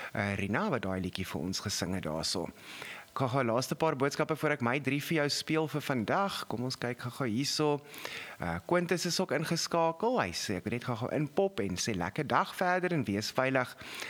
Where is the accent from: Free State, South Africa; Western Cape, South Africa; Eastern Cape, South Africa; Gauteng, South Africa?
Western Cape, South Africa; Beaufort West; born there; dit is my geboortedorp in Beautiful in Beaufort West